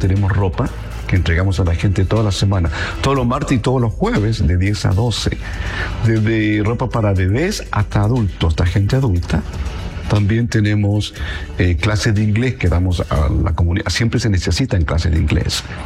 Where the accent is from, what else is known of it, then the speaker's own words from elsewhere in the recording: Chile; moved away as an adult; now in Omaha, United States; soy chileno. Llegué a Omaha en el año 1999.